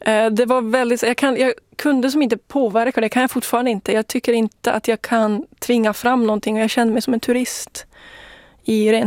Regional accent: Jokkmokk, Norrbotten County, Sweden; Ja, jag är då 19 år gammal. Jag kommer från Jokkmokk ursprungligen och jag bor fortfarande kvar.

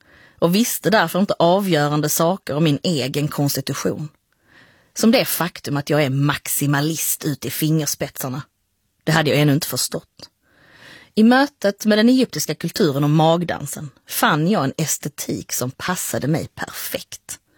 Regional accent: Höör, Skåne, Sweden; moved away; also born or lived in Cairo; att komma från Höör respektive Kairo

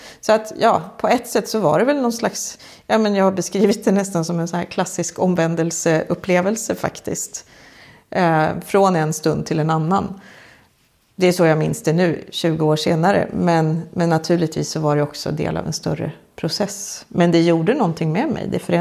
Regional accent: Sweden

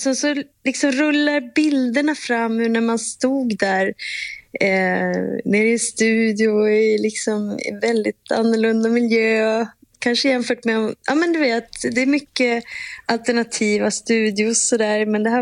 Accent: Umeå, Västerbotten County, Sweden; Och jag är från Umeå och gick på, då hette det ju inte kulturskolan, det hette det musikskolan.

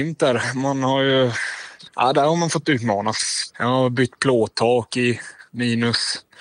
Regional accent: Kalmar, Kalmar County, Sweden; moved away as an adult; now in northern Sweden; hemma i Kalmar

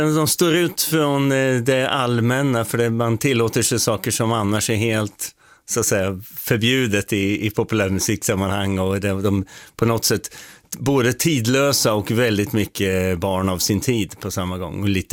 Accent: Åtvidaberg, Östergötland, Sweden; Jag är från Åtvidaberg, så jag är från Götaland.

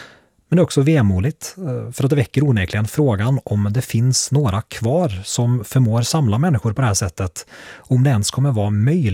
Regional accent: Norway; för mig som norrman

